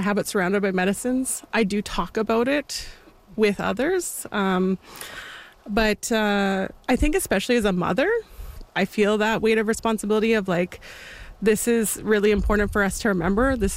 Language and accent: English; Winnipeg, Manitoba, Canada; So my family, we're from Pikishish Cree Nation on Treaty 4 territory, so in Saskatchewan, but I was born and raised in Winnipeg, and I also am Métis